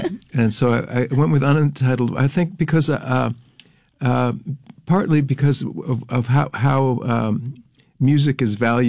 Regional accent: New Jersey, United States; also born or lived in Pennsylvania; I grew up in New Jersey, and I moved to Pennsylvania to go to school and stuck around because of Godfrey Daniels Coffee House. But I lived in Bethlehem and Easton, Pennsylvania.

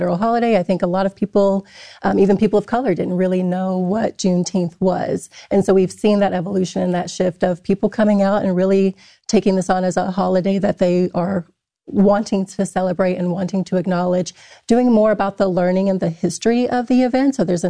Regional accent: Tennessee, United States; now in Vermont, United States; So I'm originally from Tennessee, but I've been in Vermont for 30 years.

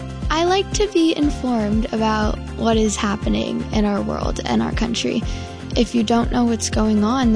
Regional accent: St. Albans, Vermont, United States; from St. Albans.

